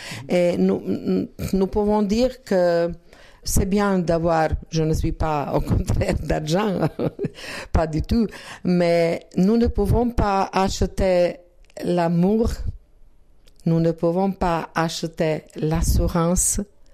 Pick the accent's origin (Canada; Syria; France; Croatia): Croatia; Zagreb, City of Zagreb; French is a second language; Nous viendrons de Zagreb, de capitale, et nous habitons à une petite paroisse, mais pas petite.